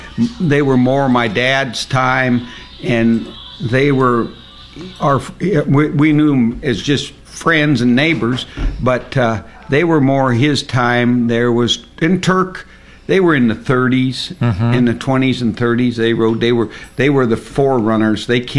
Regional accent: Red Lodge, Montana, United States; strangely enough, I came from a coal mining town. And ever since I was a little kid, I wanted to ride broncs. I was raised in Red Lodge, Montana, with the Menderman family in the Greenos

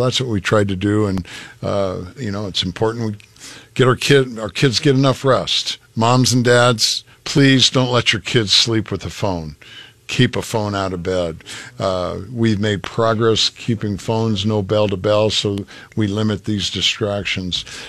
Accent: Columbus, Nebraska, United States; My hometown is Columbus, so there's a Highway 81 goes through Columbus as an example.

